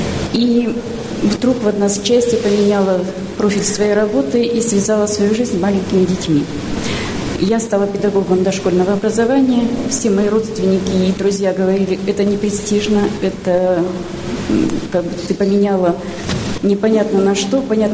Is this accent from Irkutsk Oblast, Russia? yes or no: yes; Irkutsk, Irkutsk Oblast, Russia; я из Иркутска.